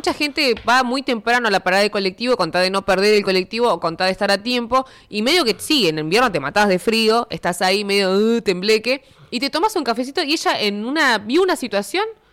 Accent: Argentina; Como argentinos siento que tenemos ese poder y estamos acostumbrados medio a estar cagadito a palos todo el tiempo

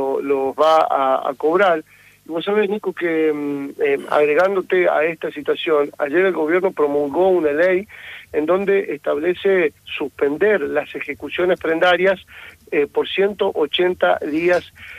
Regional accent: La Rioja, Argentina; Por eso mismo, porque no tenemos los riojanos, hablo como riojano, digamos, por eso digo, claro.

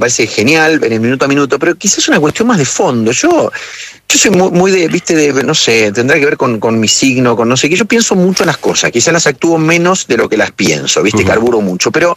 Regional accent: Rafaela, Santa Fe, Argentina; also born or lived in La Plata; Yo soy de Rafaela, digo, ¿viste? Aun cuando no haya nacido en Rafaela. Pero es un poco el pago chico mío.

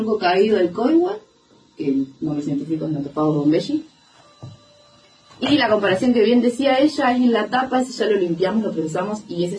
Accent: Esquel, Chubut, Argentina

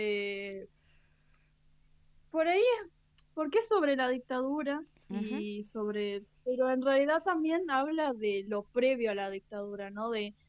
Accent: El Bolsón, Río Negro, Argentina; por ahora somos de Bolsón y Pueblo, y El Hoyo

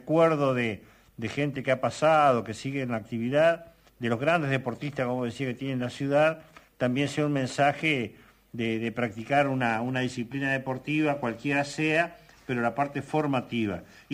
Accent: Concepción del Uruguay, Entre Ríos, Argentina; also born or lived in Colón; Si bien yo soy de acá de Concepción, nací en Colón, pero estuve 2 meses, soy de Concepción también.

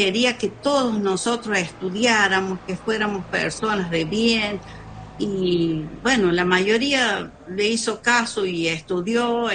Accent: Ambil, La Rioja, Argentina; yo nací en Ambil, Departamento General Ocampo.

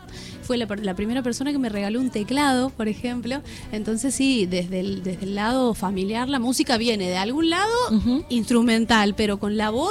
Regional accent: Saujil, Catamarca, Argentina; moved away; Soy de Pomán de Saugil, un pueblito chiquito que se lleva todo mi amor

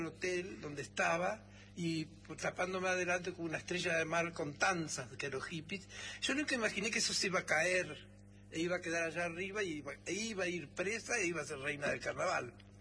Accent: Ingeniero Jacobacci, Río Negro, Argentina; also born or lived in San Antonio Oeste; Donde no, yo nací en San Antonio, en Las Grutas, pero mi padre se mudó a Jacobás, mi familia. Y allí nevaba, y yo escribía y dibujaba

